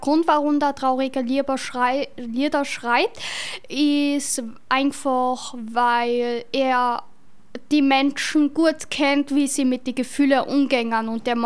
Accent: Bad Ischl, Upper Austria, Austria; Ich komme aus Bad Ischl.

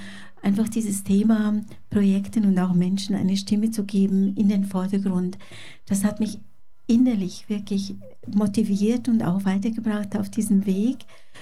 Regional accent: Switzerland; born there; also born or lived in Hungary

